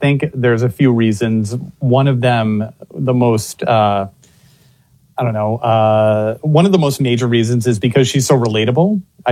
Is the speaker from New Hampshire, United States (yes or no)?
yes; New Hampshire, United States; born there; now in Massachusetts, United States; I was born in New Hampshire. I'm familiar with the White Mountains.